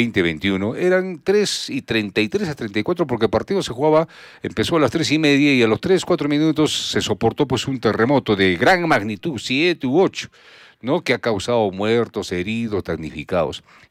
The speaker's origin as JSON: {"language": "Spanish", "region": "Arequipa", "country": "Peru", "said": "Como arequipeños estamos justamente en un lugar telúrico."}